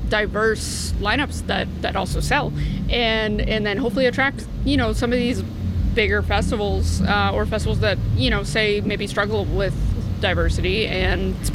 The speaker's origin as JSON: {"language": "English", "region": "Massachusetts", "country": "United States", "said": "I'm from Massachusetts"}